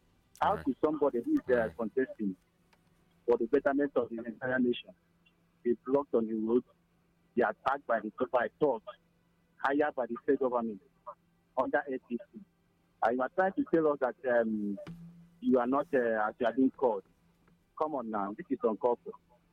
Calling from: Abuja, Federal Capital Territory, Nigeria; I'm calling from Abuja.

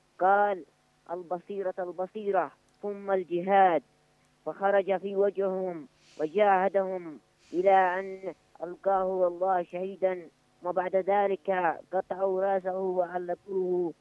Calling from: Yemen; نحن شعب يمني قوي

